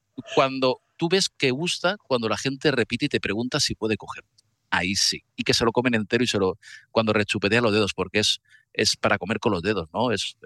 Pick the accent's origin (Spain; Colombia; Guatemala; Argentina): Spain; Santander, Cantabria; soy originario de Santander